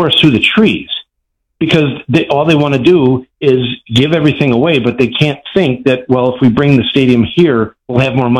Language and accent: English; Gurnee, Illinois, United States; now in Plano, United States; I'm actually from … from Gurnee.